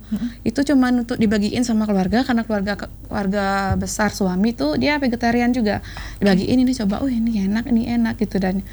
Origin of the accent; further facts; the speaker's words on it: Bali, Indonesia; kalau kita orang Bali itu kan, bukan orang Bali, Indonesia kayaknya ya.